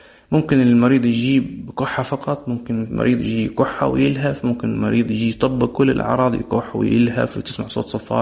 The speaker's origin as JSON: {"language": "Arabic", "region": "Hadhramaut", "country": "Yemen", "said": "عندنا في حضرموت بحكم من الصحراء أو الجو الجاف في الوادي والرمال والأتربة والبيئة اللي احنا نعيش فيها والزراعية والحيوانية"}